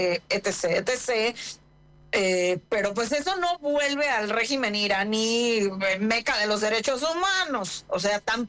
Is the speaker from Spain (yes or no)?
no; Mexico City, Mexico; Yo que crecí en Ciudad de México